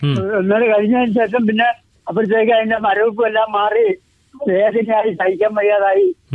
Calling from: Kerala, India; എന്റെ വീട് കുടിച്ചോടാണ്.

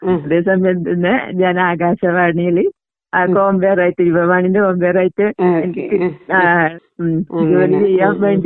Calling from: Kannur, Kerala, India; ഞാനിവിടെ കണ്ണൂര് ചെട്ടിപ്പീടിക എന്ന് പറഞ്ഞ സ്ഥലത്താണ്.

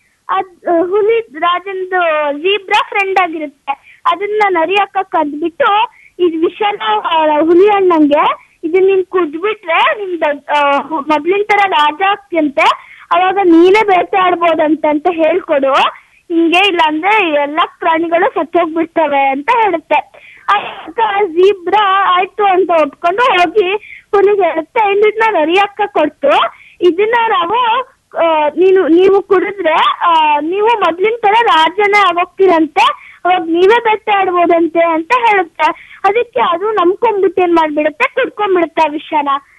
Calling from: Mysuru, Karnataka, India

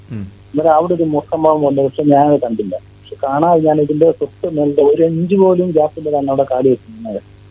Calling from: Malayankara, Kerala, India

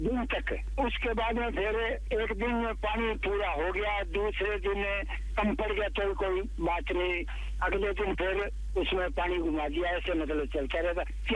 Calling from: Fazilka, Punjab, India; हमारा गांव है जी फाजिलका के 10 किलोमीटर के साथ ही। गांव के अंदर अच्छा माहौल है, खेत में मकान बनाया, अच्छा ठंडा हवा का मौसम है, थोड़ा बरसात हो जाता है थोड़ा थोड़ा, और बढ़िया है।

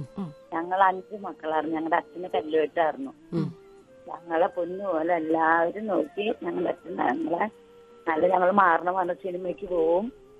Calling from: Perumbavoor, Kerala, India

